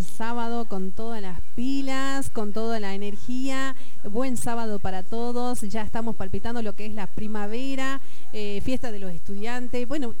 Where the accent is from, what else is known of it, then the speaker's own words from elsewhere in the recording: La Esperanza, Jujuy, Argentina; Soy de La Esperanza